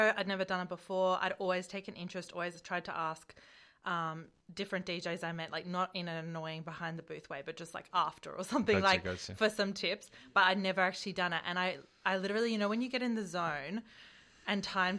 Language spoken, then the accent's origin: English; Bendigo, Victoria, Australia; also born or lived in Castlemaine; Well, this is my home. I was born in Bendigo. My parents lived on a bush block between here and Bendigo. My whole family's from here.